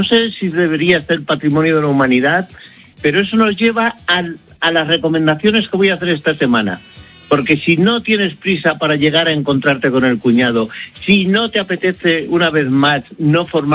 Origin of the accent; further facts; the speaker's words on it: Villacastín, Castile and León, Spain; los huevos fritos son de huevo Velasco, que son los huevos que se hacen en mi pueblo, en Villacastín, con boletus, se hacen todo el año